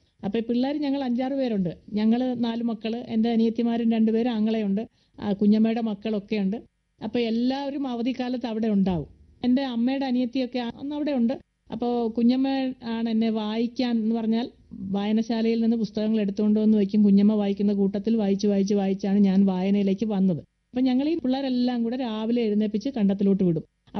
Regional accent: Pallana, Kerala, India; ഞാൻ ജനിച്ചു വളർന്ന സ്ഥലം എന്ന് പറയുന്നത് ആലപ്പുഴ ജില്ലയില് കാർത്തിയപ്പള്ളി താലൂക്ക് തൃക്കുന്നപ്പുഴ പഞ്ചായത്തില് പല്ലന പാനൂർ.

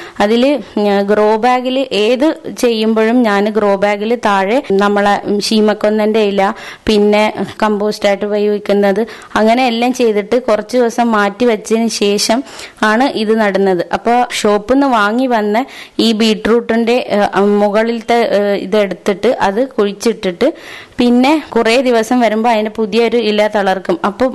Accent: Kavaratti, Lakshadweep, India; Kavaratti സ്വദേശിനിയാണ്.

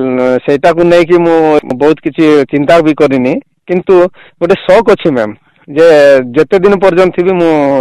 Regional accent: Koraput, Odisha, India; accent: Koraputia; first language Koraputia (Desia); Odia is a second language; ଆମର ନିଜ ଲାଙ୍ଗୁଏଜ, ମଦର ଲାଙ୍ଗୁଏଜ ଟା ହଉଛି ଆମର କୋରାପୁଟିଆ। ଆମେ ଓଡ଼ିଆ କହିଲେ ବି ଆମର ହଉଛି ମଦର ଲାଙ୍ଗୁଏଜ ଟା ହଉଛି ଆମର କୋରାପୁଟିଆ ନା।

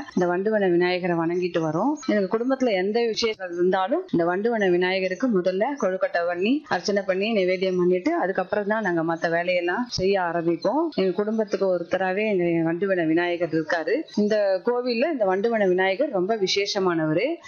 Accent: Thirukalukundram, Tamil Nadu, India; நான் இந்த திருக்கழுக்குன்றத்துல தான் பிறந்து வளர்ந்தது எல்லாமே.

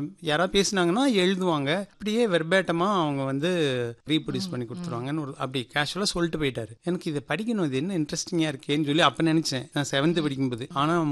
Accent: Nallikundan Palayam, Tamil Nadu, India; என்னோட சொந்த ஊர் வந்து தாலக்கரை நல்லிக்குண்டன் பாளையம் பொள்ளாச்சி வட்டாங்க மேடம். என்னோட படிப்பு எல்லாம் டி காளிப்பாளையம்னு ஒரு வில்லேஜ், அங்க என்னுடைய 10th வரைக்கும் அங்க இருந்தேன்.

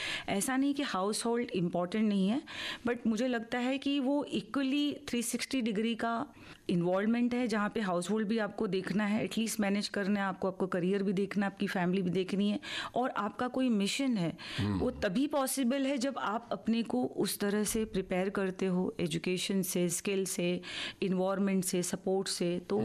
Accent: Uttar Pradesh, India; क्योंकि वो female foeticide से शुरू हुआ था, क्योंकि हम उत्तर प्रदेश से हैं, राजस्थान हुआ या हरियाणा हुआ

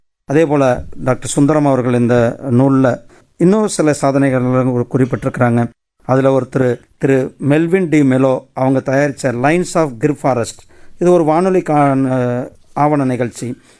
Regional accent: Namakkal, Tamil Nadu, India; ஏன்னா அவர் சேலத்துக்காரர், இவர் கோயம்புத்தூர்காரர், நான் நாமக்கல்காரன்.

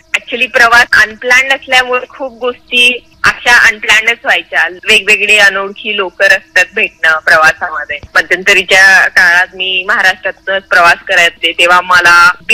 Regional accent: Yavatmal, Maharashtra, India; also born or lived in Chandrapur; पण मी माझं पुढचं 10वी नंतरचं शिक्षण घेण्यासाठी मी शहरात गेले चंद्रपूरथे। माझा जिल्हा यवतमाळ येतो पण मी चंद्रपूरला तिकडे शिकायला गेले

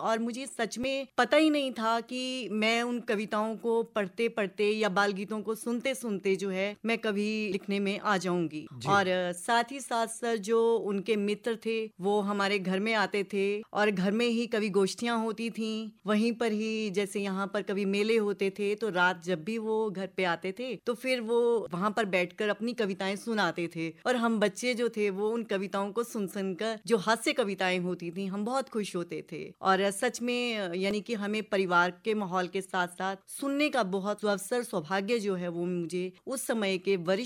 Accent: Guler, Himachal Pradesh, India; now in Dharamshala, India; हमारा गाँव गुलेर था और पिताजी यहाँ पर राजकीय महाविद्यालय धर्मशाला में नौकरी करते थे। तो फिर हम सब गुलेर से यहाँ पर शिफ्ट हो गए, लेकिन गांव हमसे कभी छूटा नहीं। गांव में आज भी हमारी रूह बसती है।

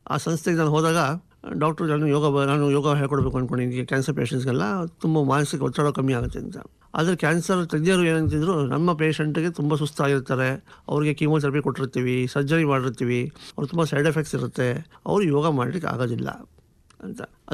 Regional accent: Bengaluru, Karnataka, India; ಮೂಲತಃ ನಾನು ಬೆಂಗಳೂರವನು.

